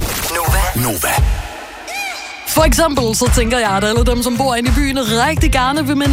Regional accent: Region of Southern Denmark, Denmark; der, hvor jeg kommer fra, helt nede fra grænsen af

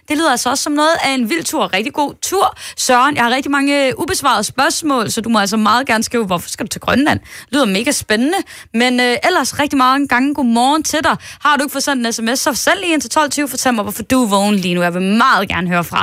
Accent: Aarhus, Central Denmark Region, Denmark; jeg er også selv fra Aarhus. Fra sådan lige lidt ude foran, fra Aarhus Nord, Skødstrup. Så det er ikke alt for langt fra Hastien

